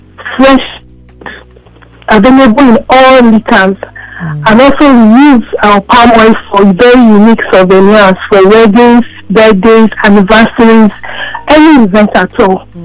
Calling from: Nigeria

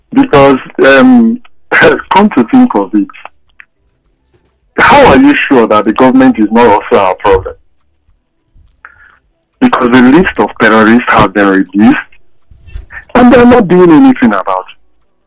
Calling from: Lagos, Nigeria; from Surulere.

